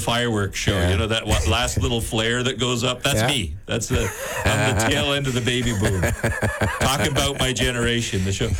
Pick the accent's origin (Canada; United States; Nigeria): Canada; That's my brand, is that Canadian guy.